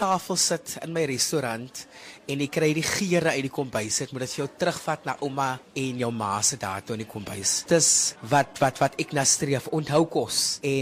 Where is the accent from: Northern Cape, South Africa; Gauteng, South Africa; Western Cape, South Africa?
Western Cape, South Africa; Grabouw; moved away; Dis my hartsplek hierso. Ek is 'n boerling van die Grabouw wêreld en dit is 'n full circle moment nou vir my om terug te wees in my geboortedorp.